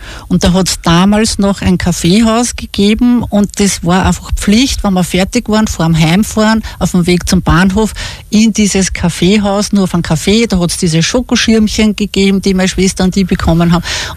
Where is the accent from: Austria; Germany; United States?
Austria; Obergrafendorf, Lower Austria; born there; bei uns war es ja so in Obergrafendorf, also man hat sich da dann im Ort getroffen.